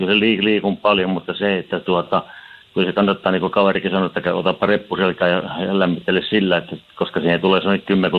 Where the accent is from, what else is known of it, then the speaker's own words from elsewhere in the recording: Southern Finland, Finland; now in Rovaniemi, Finland; kun mä etelässä Suomessa kotoisin